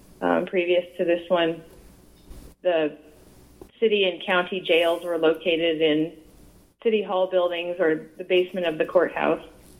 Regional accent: Bozeman, Montana, United States; I grew up in Bozeman and went to MSU, majored in history with a minor in museum studies.

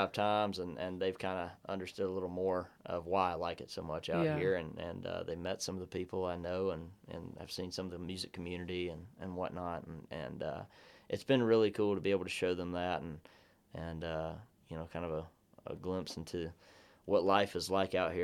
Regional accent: South Carolina, United States; moved away as an adult; Where I'm from in South Carolina, at least my hometown, you don't see a whole lot of that.

